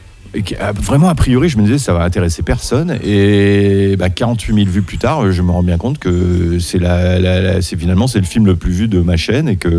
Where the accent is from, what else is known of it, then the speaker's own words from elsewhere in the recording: France; Je suis un Français occidental, blanc.